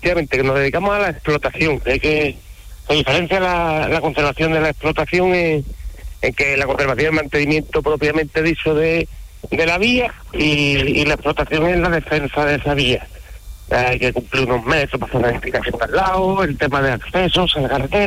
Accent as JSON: {"language": "Spanish", "town": "Vejer de la Frontera", "region": "Andalusia", "country": "Spain", "said": "Soy un Bejer de la Frontera, un maravilloso pueblo aquí de la provincia de Cádiz."}